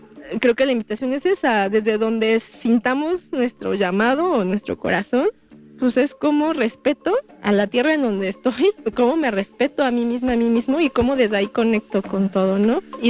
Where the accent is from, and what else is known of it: Mexico